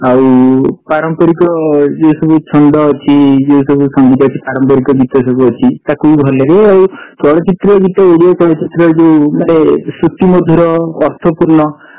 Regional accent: Cuttack, Odisha, India; born there; ଯେହେତୁ ମୁଁ ମୋ ଜନ୍ମ କଟକ ଜିଲ୍ଲାରେ, ତେଣୁକରି କଟକର କାର୍ଯ୍ୟକ୍ରମ ଆକାଶବାଣୀ କଟକରୁ ଶୁଣେ।

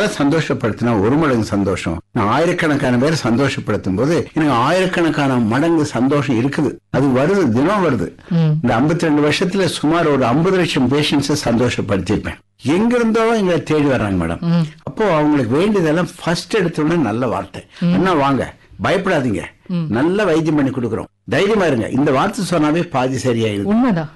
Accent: Tamil Nadu, India; எங்க ஊர் 500 கிராமம், இங்க இருந்து கோயம்புத்தூர்ல இருந்து ஒரு 30 கிலோமீட்டர்.

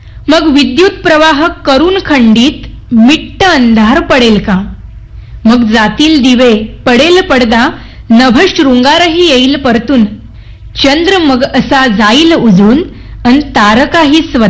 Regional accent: Devgad, Maharashtra, India; born or raised there; now in Mumbai, India

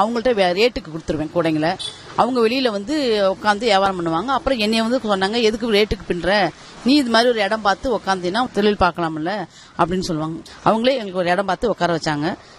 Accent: Tiruchirappalli, Tamil Nadu, India; now in Coimbatore, India; Madam. நான் பிறந்து வளர்ந்ததெல்லாம் திருச்சி. நான் கோயம்புத்தூருக்கு வந்து 30 வருஷம் ஆச்சு.

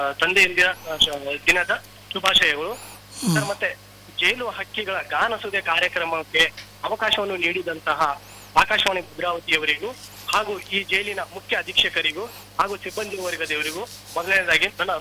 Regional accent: Bijapur district, Karnataka, India; moved away; ನಂದು ಬಿಜಾಪುರ ಡಿಸ್ಟಿಕ್, ಸಿಂಧಗಿ ತಾಲೂಕು, ಹಂಪುರ ಗ್ರಾಮ, ಬೆನ್ಕೋಟಿ LT. LT ಅಂದ್ರೆ ನಮ್ಮನೆ ಸ್ಥಳ

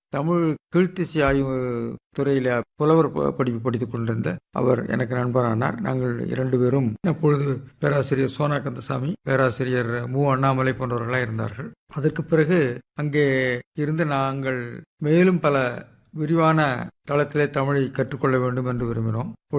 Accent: Koduvai, Tamil Nadu, India; நான் இன்றைக்கு திருப்பூர் மாவட்டம் என்று அழைக்கப்படுகிற பகுதியிலே உள்ள கொடுவா என்ற ஒரு சிற்றூரிலே பிறந்தேன்.

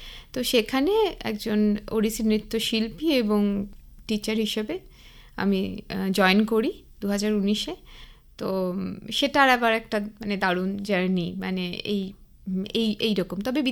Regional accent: Jalpaiguri, West Bengal, India; also born or lived in Kolkata; যেহেতু আমি জলপাইগুড়িতেই বড় হয়েছি

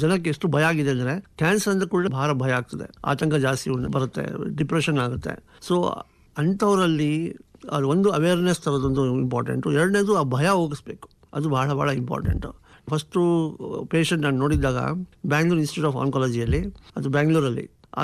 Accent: Bengaluru, Karnataka, India; ಮೂಲತಃ ನಾನು ಬೆಂಗಳೂರವನು.

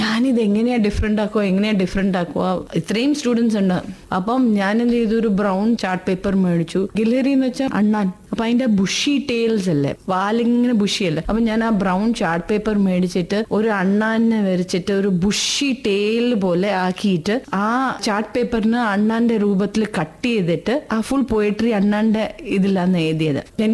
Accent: Firozpur, Punjab, India; born there; അച്ഛൻ ആർമി ഓഫീസറായിരുന്നു. ഞാൻ ജനിച്ചത് പഞ്ചാബ് ഫിറോസ്പൂരിൽ.

